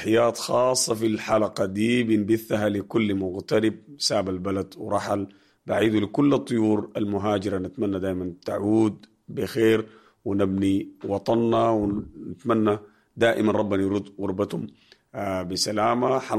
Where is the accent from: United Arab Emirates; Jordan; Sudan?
Sudan; بنحب إنه كل الناس تكون قاعدة في بلدنا السودان.